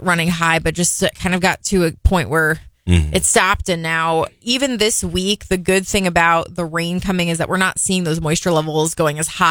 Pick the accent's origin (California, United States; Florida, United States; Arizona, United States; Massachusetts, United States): Florida, United States; born or raised there; moved away